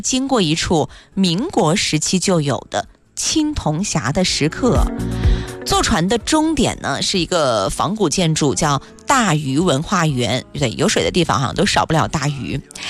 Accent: Xinjiang, China; moved away; 包括我的家乡新疆，我真没听过吃早茶

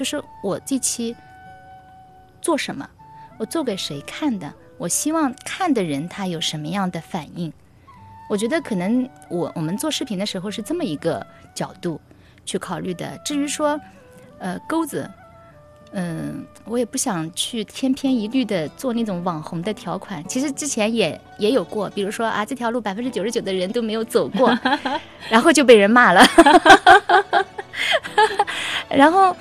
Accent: Nanjing, Jiangsu, China; born there; 我们生在南京就会觉得很自豪

